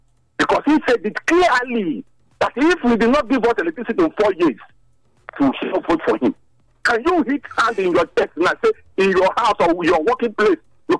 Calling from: Benin City, Edo, Nigeria; I'm calling from Benin.

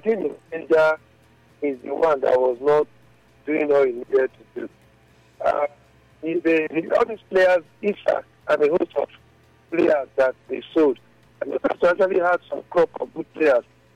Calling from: Benin; I'm calling from Benin.

